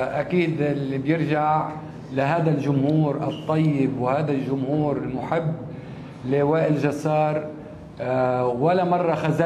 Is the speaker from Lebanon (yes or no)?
yes; Lebanon; اللهجة فيها قريبة شوي منا نحن كلبنانيين